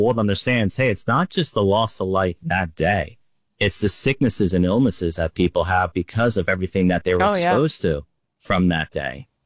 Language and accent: English; Northeast, United States; even people from where I grew up in the Northeast, if you ever gave like police support, they were getting shunned.